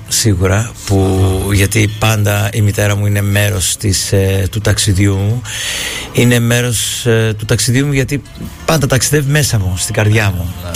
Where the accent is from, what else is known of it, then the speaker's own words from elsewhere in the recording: Greece; moved away; είμαι Έλληνας και είμαι στο Λονδίνο